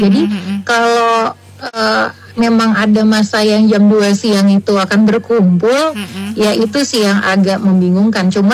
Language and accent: Indonesian; Jakarta, Indonesia; kita sebagai warga Jakarta